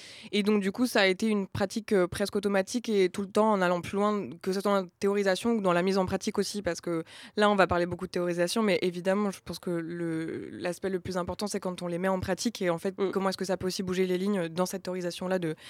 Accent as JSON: {"language": "French", "region": "Brittany", "country": "France", "said": "Je ne sais pas si on se situe aussi sociologiquement parlant, mais je viens d'un milieu populaire. Je viens de Bretagne à la base."}